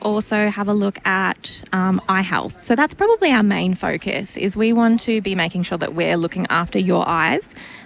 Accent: Gippsland, Victoria, Australia; I grew up down in Gippsland

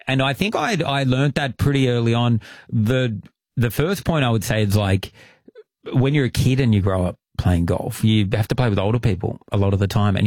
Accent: Nowra, New South Wales, Australia; I remember as a 14-year-old, I grew up in Nowra.

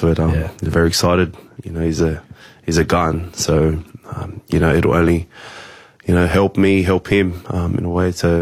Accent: Tonga; You know, there's a bit of history between us Tongans and Samoans.

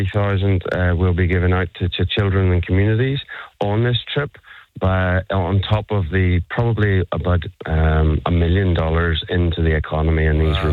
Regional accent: Ireland; now in Melbourne, Australia; I use factor 50 in Melbourne anyway. I'm Irish.

